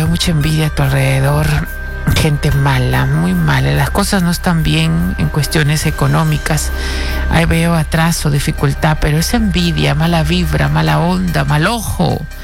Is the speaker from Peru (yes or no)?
yes; Peru; moved away; Dios me ha dado este regalo de estar nuevamente en mi país y poder compartir con mi Perú, con la gente linda.